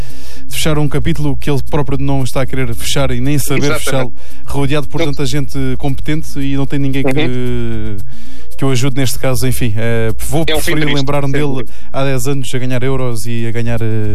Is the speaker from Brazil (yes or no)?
no; Portugal; com bom sucesso aqui para a nossa seleção, que somos portugueses, portanto, devemos dizer isso à vontade